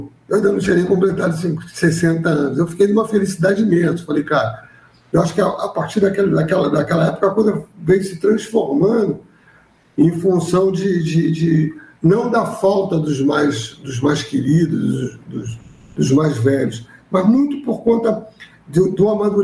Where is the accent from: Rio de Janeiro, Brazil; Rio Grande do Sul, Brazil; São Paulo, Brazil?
Rio de Janeiro, Brazil; also born or lived in Madureira, Rio de Janeiro; Eu nasci em Madureira, fui criado em Oswaldo Cruz.